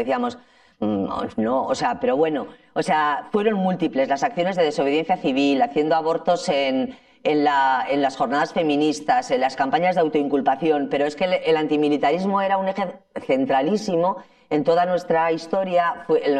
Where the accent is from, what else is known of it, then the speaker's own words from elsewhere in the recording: Ermua, Basque Country, Spain; Eso es mi pueblo, en Ermua, ¿eh?